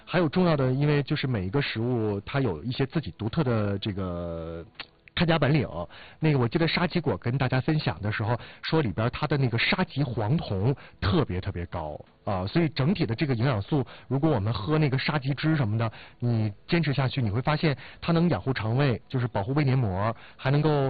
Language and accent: Chinese; Northeast China, China; 这个是咱们东北人的一个情怀。